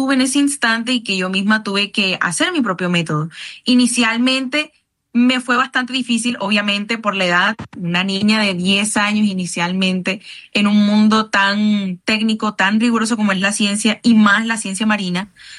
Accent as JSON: {"language": "Spanish", "town": "Barranquilla", "region": "Atlántico", "country": "Colombia", "tie": "born or raised there", "said": "Yo evidentemente soy barranquillera, yo crecí entendiendo que el Caribe no es simplemente un paisaje, un lugar donde yo iba de vez en cuando por vacaciones, sino que también es una casa, es nuestra casa."}